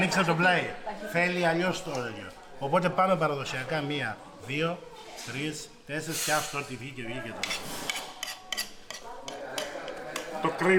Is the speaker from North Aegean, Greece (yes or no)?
no; Thessaly, Greece; Εγώ είμαι από τη Θεσσαλία.